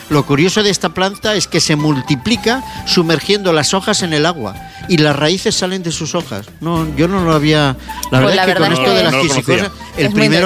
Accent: Catalonia, Spain; Yo es que soy catalán

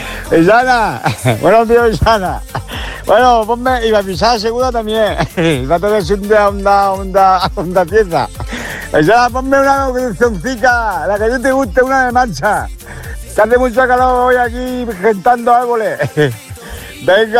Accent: Spain; Vamos, que somos españoles.

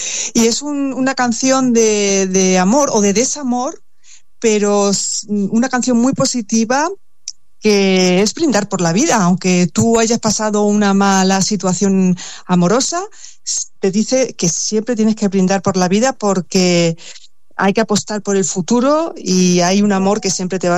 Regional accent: Spain; moved away as an adult; now in Switzerland; estoy contenta aquí en Suiza, pero como tú bien dices, añorando y echando mucho de menos mi país, mi tierra.

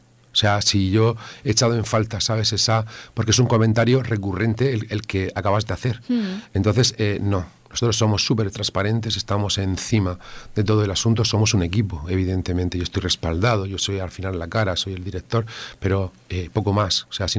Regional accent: Molina de Segura, Region of Murcia, Spain; born there; nosotros estamos aquí en Molina, yo soy de Molina, nací hace 50 años en la calle justamente detrás de donde tengo el despacho.

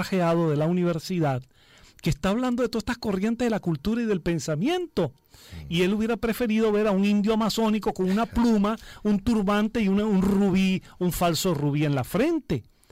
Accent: Venezuela; yo he sido profeta en mi tierra. Es decir, en Venezuela y en América Latina

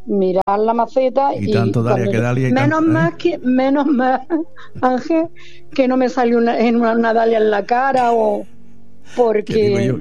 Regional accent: Almería, Andalusia, Spain; born there; now in Granada, Spain; Soy de Almería, nacida en Almería.

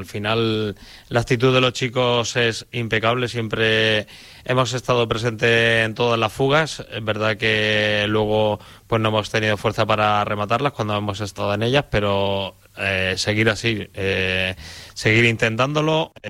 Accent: Spain; Pues no, hombre, al final, como buenos españoles, hay que...

